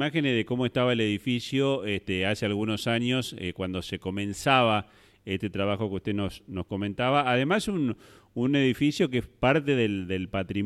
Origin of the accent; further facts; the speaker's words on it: Santa Fe, Argentina; moved away as an adult; now in Santo Tomé, Argentina; Yo soy santafesino, pero santotomecino por adopción. Después de que me casé, me llevaron para la ciudad de Santo Tomé. Hoy soy un santotomecino.